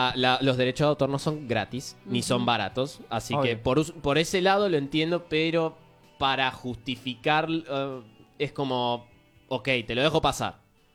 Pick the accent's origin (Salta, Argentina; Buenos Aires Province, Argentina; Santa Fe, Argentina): Buenos Aires Province, Argentina; Bernal